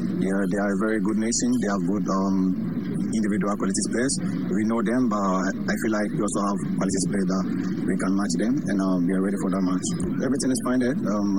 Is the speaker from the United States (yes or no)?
no; Ghana; And now still I'm Ghanaian, you know. So my heart goes with the team everywhere that the team goes.